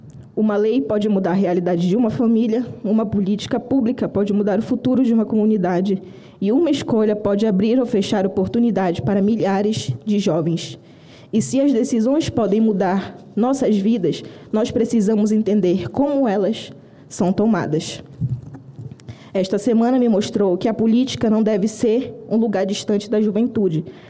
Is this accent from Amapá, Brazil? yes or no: yes; São Joaquim do Pacuí, Amapá, Brazil; Eu venho do Amapá, venho de São Joaquim do Pacuí. Uma comunidade que talvez seja pequena no mapa, mas que para mim tem um enorme significado.